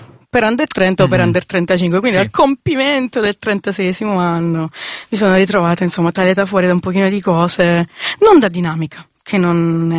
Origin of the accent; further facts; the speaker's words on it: Pisticci, Basilicata, Italy; accent: Pisticcese dialect; nel mio dialetto, nel dialetto pisticcese.